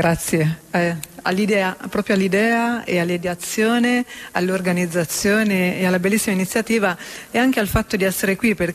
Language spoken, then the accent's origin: Italian; Umbria, Italy; io sono umbra, se fossi nata maschio mi sarei chiamata Francesco, tanto è il legame con la mia terra.